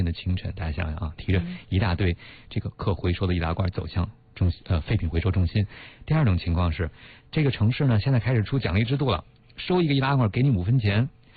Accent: China; 我们中国人

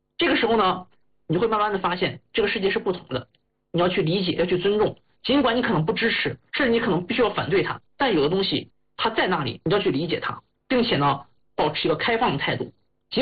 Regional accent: Binzhou, Shandong, China; now in Beijing, China; 好像就是跟滨州的一样，那赶紧就去了。后来一看，果然是我们老家老乡的人，真的是很难得。

